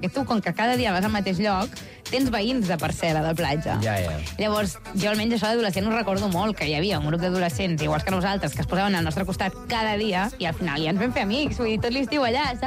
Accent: Blanes, Catalonia, Spain; born or raised there

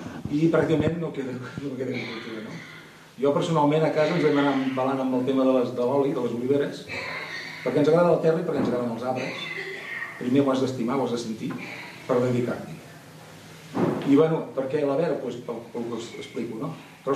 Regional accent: Sant Feliu, Catalonia, Spain; Bueno, sí, ens coneixem tots som de Sant Feliu.

